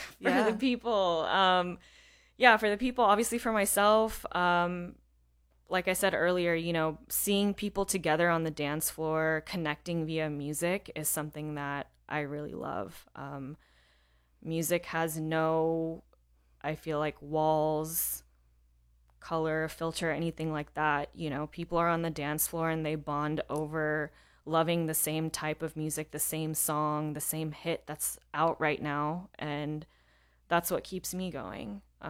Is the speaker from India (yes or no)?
yes; India; Yeah, I am a South Asian girly. I'm Indian.